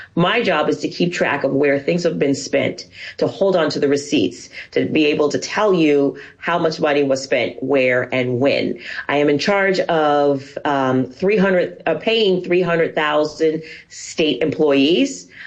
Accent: San Francisco, California, United States; I grew up in San Francisco, I grew up around City Hall.

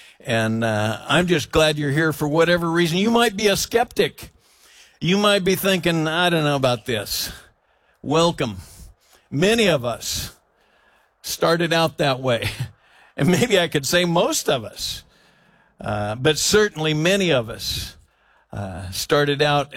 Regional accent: Oregon, United States; And I was born in Emmanuel Hospital, and I'm an Oregonian, and I love the beauty that we get to live in. And I grew up in the Willamette Valley

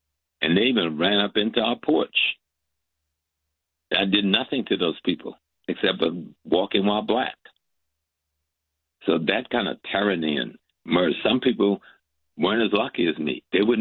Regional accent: the South, United States; I lived through segregation. I grew up in the South through segregation

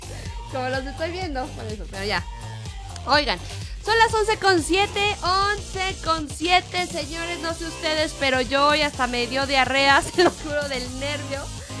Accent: Mexico; No es que tú eres de Chiapas, de Yucatán y yo soy de Sonora, no, es todos somos mexicanos, ¿sabes?

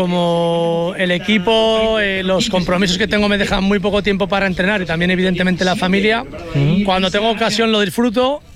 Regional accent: La Rioja, Spain

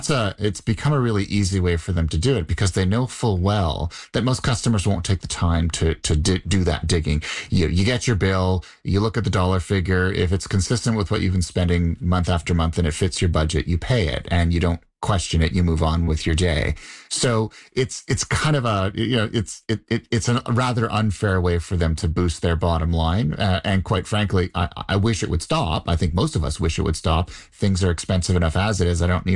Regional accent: Canada; Canada is a country that the landmass is larger than the US, but our population is only 1/8 the size.

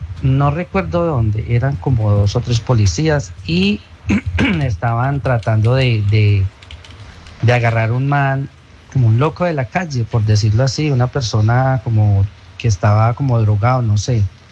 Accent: Pereira, Risaralda, Colombia

